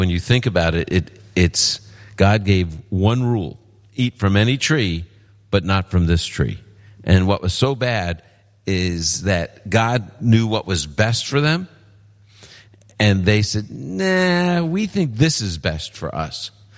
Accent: New York City, New York, United States

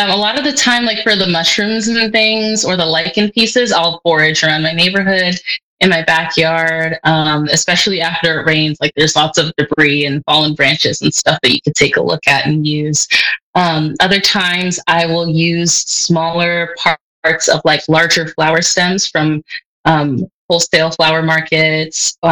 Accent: Lawrence, Kansas, United States; now in Kansas City, United States; I grew up in Lawrence. So when I first graduated, I like stayed in Lawrence for like just a couple months.

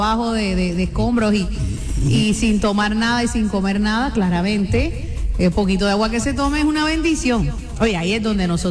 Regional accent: Venezuela; Dije, soy venezolana y se pasó de verdad.

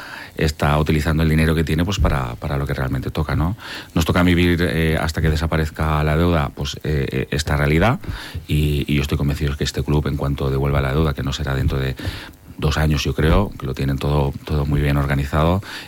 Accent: Gandia, Valencian Community, Spain; yo que soy de Gandía, que he jugado más de 10 años en el Club de Fútbol Gandía

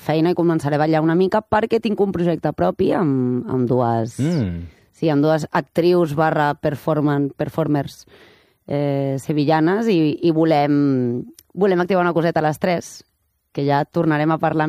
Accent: Barcelona, Catalonia, Spain; Sí, sóc barcelonina de tota la vida.

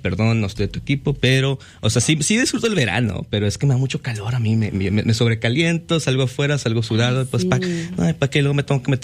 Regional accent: McAllen, Texas, United States; now in Madison, United States; Originalmente no soy de Wisconsin, yo soy de Texas, igual como usted aquí. Soy de McAllen, ahí nací yo.

